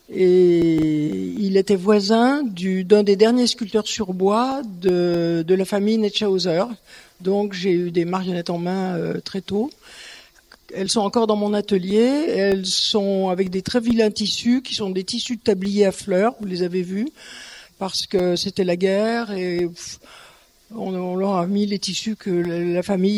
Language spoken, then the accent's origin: French; Lyon, Auvergne-Rhône-Alpes, France; J'ai 7 ans. Je suis née à Lyon, un 8 décembre.